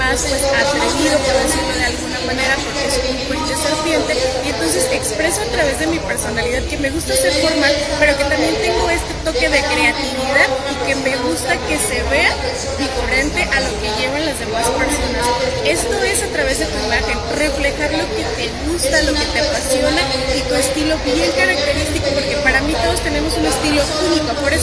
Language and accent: Spanish; Ciudad Hidalgo, Michoacán, Mexico; Pues yo vengo desde Ciudad Hidalgo, Michoacán. Un saludo a todos mis paisanos que me están viendo.